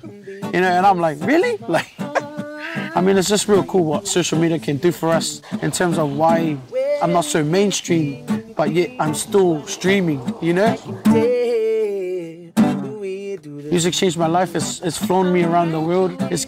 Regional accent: Auckland, New Zealand; I grew up in Mount Roscoe, Mount Albert.

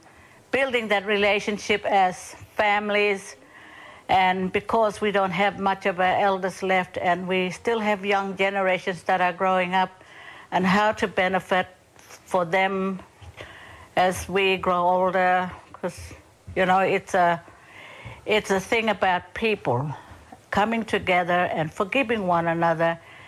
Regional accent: Roebourne, Western Australia, Australia; I'm an Indjibarndi elder, born and raised in Roban Town.

